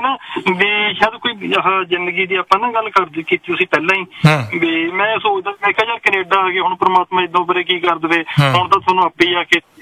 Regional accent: Faridkot, Punjab, India

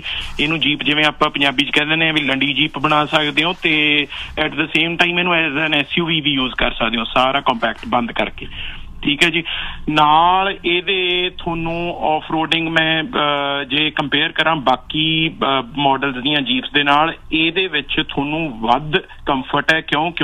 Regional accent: Patiala, Punjab, India; ਮੈਂ ਪਟਿਆਲੇ ਦਾ ਬਈ।

